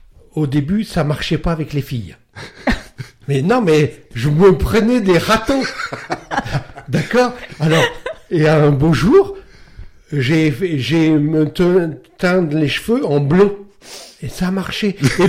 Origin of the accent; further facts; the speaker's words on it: Hérouville-Saint-Clair, Normandy, France; Alors, moi, j'étais punk d'Hérouville-Saint-Clair, moi. D'accord, un petit punk, hein, voilà.